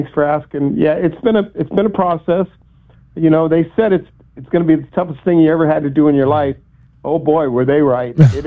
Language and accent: English; Tucson, Arizona, United States; I mean, I grew up in Tucson. I spent 60 years of my life in Tucson, Arizona. And I still look at Tucson as my home.